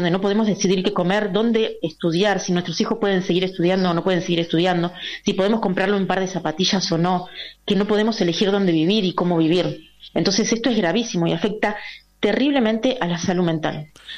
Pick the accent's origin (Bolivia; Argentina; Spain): Argentina; acá es donde nosotros tenemos que poner el foco como argentinos, como trabajadores